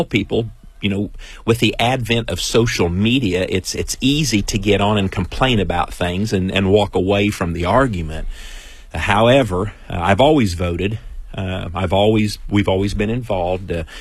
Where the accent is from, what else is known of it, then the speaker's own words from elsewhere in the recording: Louisville, Kentucky, United States; It's felt like Louisville, Kentucky, but pronounced correctly.